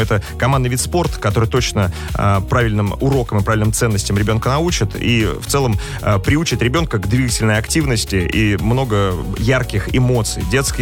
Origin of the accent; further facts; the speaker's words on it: Zelenograd, Moscow, Russia; я из Зеленограда